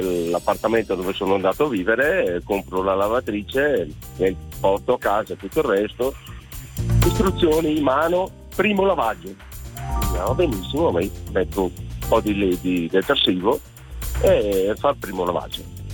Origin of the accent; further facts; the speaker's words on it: Monte Isola, Lombardy, Italy; now in Brescia, Italy; io sono originario dall'isola lacustre più grande d'Europa.